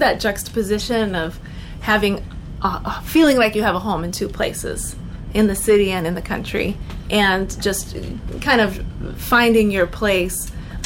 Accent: Montana, United States; We are. We're from Montana.

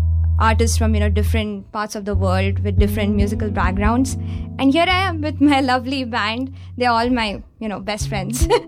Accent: India; moved away as an adult; now in Los Angeles, United States; When I, you know, moved from India to, you know, pursue my, you know, career and, you know, just, you know, get my Berkeley degree and then just start my life as a musician

